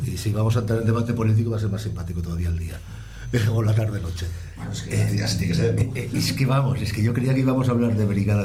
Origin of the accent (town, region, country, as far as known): Catalonia, Spain